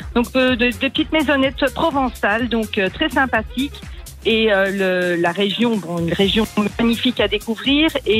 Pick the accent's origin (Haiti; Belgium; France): Belgium; je suis belge, donc moi je dis le Luberon.